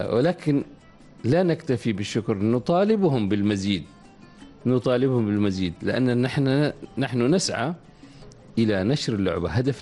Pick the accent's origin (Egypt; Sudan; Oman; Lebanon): Oman